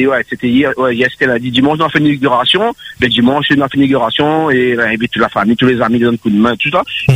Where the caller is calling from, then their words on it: Réunion; moi, j'habite à Réunion